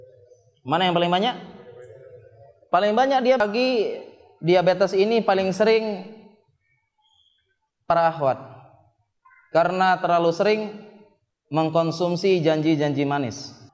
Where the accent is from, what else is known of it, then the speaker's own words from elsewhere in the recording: Lombok, West Nusa Tenggara, Indonesia; moved away; Ke Lombok, tempat dasar daerah asal saya.